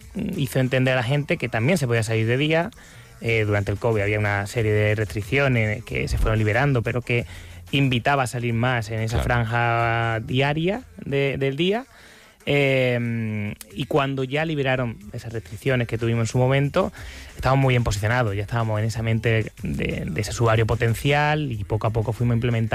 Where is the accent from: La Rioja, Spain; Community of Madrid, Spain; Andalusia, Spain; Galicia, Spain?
Andalusia, Spain; Córdoba; now in Barcelona, Spain